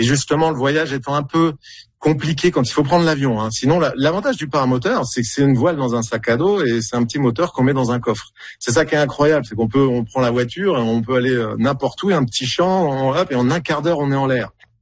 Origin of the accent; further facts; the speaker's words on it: France; moved away; moi je viens de France.